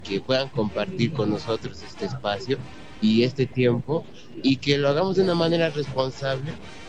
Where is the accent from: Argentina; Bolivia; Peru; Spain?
Bolivia; todos somos bolivianos y todos tenemos derecho a bailar en danzas.